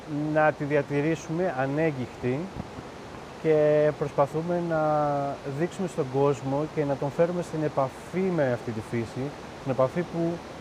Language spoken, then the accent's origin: Greek; Central Greece, Greece; now in Koriskades, Greece; Εγώ είμαι στην ουσία Φιώτιδα, σύνορα Φιώτιδας με Βρετανία. Το χωριό μου λέγεται Φριστός, αλλά μένω στις Κορισκάδες. Το χωριό Κορισκάδες είναι ένα μικρό χωριουδάκι δίπλα στο Καρπενής. 24 κάτοικοι.